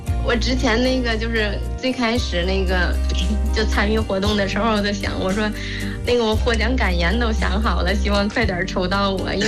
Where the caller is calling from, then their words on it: Tangshan, Hebei, China; 对，我是唐山的。